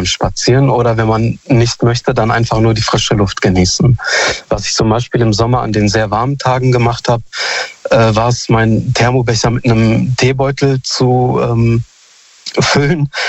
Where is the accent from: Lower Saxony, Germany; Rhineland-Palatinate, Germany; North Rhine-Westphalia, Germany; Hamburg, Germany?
North Rhine-Westphalia, Germany; Hamm; ich komme aus Hamm.